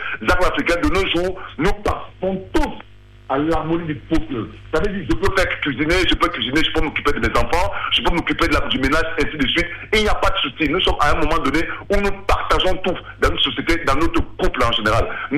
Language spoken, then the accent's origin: French; Cameroon; now in France; même chez nous au Cameroun